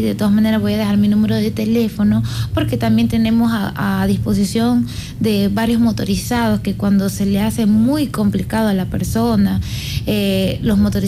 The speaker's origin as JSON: {"language": "Spanish", "country": "Venezuela", "moved": "yes"}